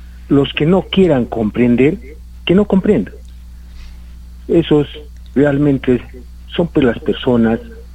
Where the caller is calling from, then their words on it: Peru; Entonces, como peruanos, tenemos que tomar una decisión firme.